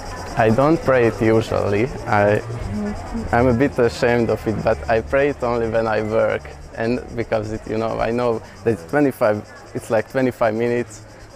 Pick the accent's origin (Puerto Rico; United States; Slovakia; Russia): Slovakia; I'm from Slovakia, but I'm Hungarian.